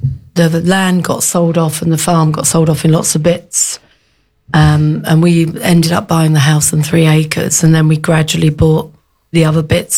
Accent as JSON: {"language": "English", "region": "London", "country": "United Kingdom", "tie": "born or raised there", "said": "We grew up in London."}